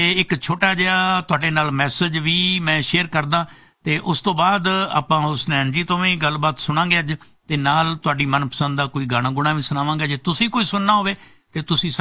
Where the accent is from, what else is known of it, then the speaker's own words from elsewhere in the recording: Faridkot, Punjab, India; ਸਾਡੇ ਫਰੀਦਕੋਟ ਦਾ ਸੀ ਜੀ ਮੈਂ ਵੀ ਫਰੀਦਕੋਟ ਦਾ ਹੀ ਹਾਂ ਤੇ ਮਲਕਿਆਂ ਦਾ ਸੀ ਮਲਕਿਆਂ ਦਾ ਤੇ ਫਰੀਦਕੋਟ ਦੇ ਨਾਲ ਬੜਾ ਸੰਬੰਧ ਸੀ ਕੋਟਕਪੂਰੇ ਨਾਲ ਤੇ ਸਾਡਾ ਵੀ ਏਰੀਆ ਉਹੀ ਹੈ